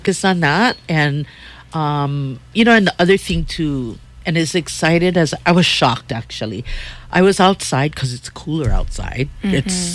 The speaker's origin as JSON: {"language": "English", "town": "Anahola", "region": "Hawaii", "country": "United States", "said": "And so I'm from Anahola."}